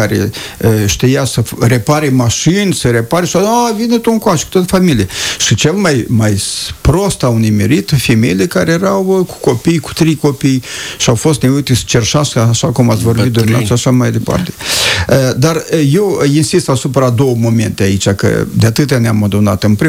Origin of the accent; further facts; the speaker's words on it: Căușeni, Căușeni District, Moldova; eu sunt din Căușeni, am prins foști deportați care se adunau ei între dânși și ei între dânși vorbeau.